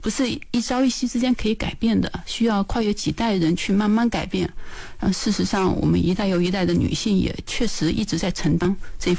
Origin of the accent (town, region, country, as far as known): China